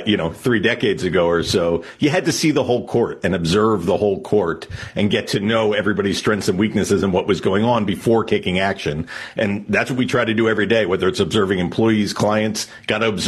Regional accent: Pennsylvania, United States; I'm from suburban Philadelphia, and I have one older sister.

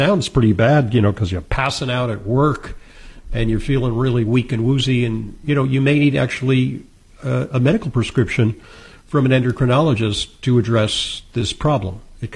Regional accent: New York City, New York, United States; there's this thing going around in my hometown in New York City, Legionnaire's disease.

